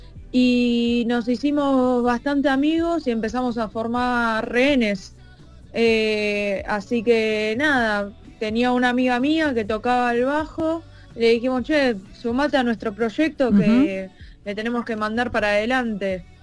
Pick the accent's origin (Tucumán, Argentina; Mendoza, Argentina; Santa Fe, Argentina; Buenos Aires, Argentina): Buenos Aires, Argentina; Sí, yo soy de Caballito, de Capital. Tengo 20 años